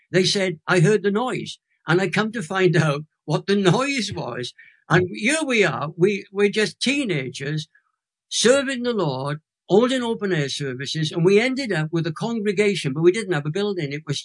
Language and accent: English; Crosskeys, Wales, United Kingdom; born or raised there